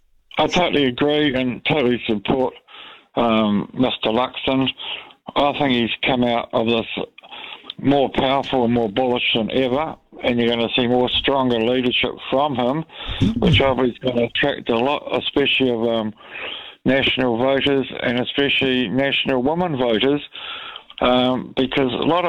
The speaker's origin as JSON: {"language": "English", "country": "New Zealand", "said": "Because I'm patriot, I'm a Kiwi boy from about fourth, fifth generation Scottish, and I love my cou"}